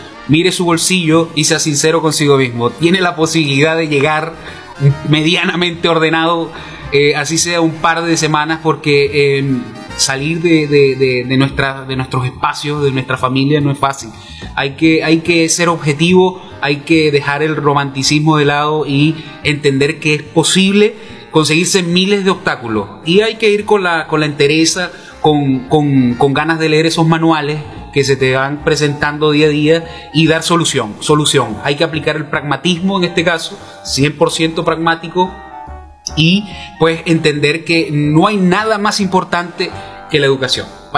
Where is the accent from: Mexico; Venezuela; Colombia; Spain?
Venezuela; moved away as an adult; also born or lived in Zulia, Venezuela (studied at university)